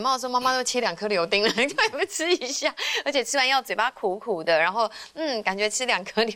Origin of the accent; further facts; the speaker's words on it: Taiwan; 我觉得我们台湾人其实很爱的